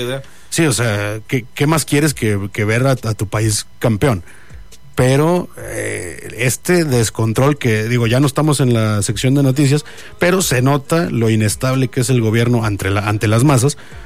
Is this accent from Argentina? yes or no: no; Mexico; como mexicanos queremos obviamente nuestro país